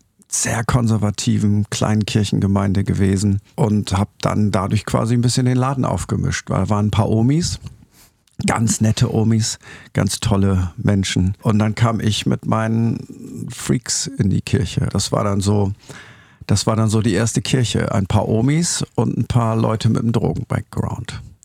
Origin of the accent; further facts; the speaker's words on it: Lower Saxony, Germany; Ich hatte bei uns in Ostfriesland haben alle bei der Meierwerft gearbeitet oder bei VW in Emden.